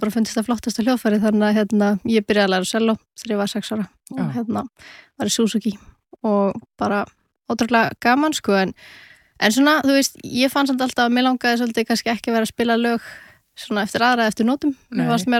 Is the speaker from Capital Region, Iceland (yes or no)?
yes; Reykjavík, Capital Region, Iceland; also born or lived in United States; en annars, þú veist, bara ólst ég upp í Hlíðunum og hef verið alla ævi bara í 105 eða 101, sko.